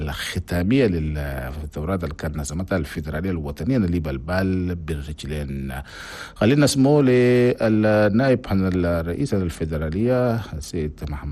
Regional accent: Chad; هنا بلدنا تشاد

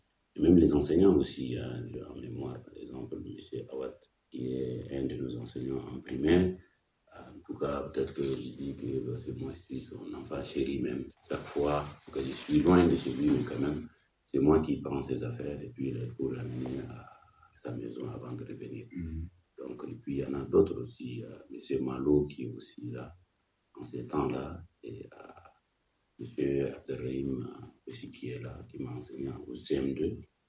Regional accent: Abéché, Ouaddaï, Chad; Oui, c'est à Béchi que j'ai commencé mes premiers pas. J'ai fait l'école de la 6e jusqu'en terminale à Béchi.

